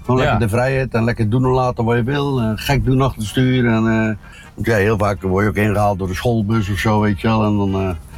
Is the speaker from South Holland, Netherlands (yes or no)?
yes; Dordrecht, South Holland, Netherlands; 55 jaar. Geboren en getogen in Dordrecht.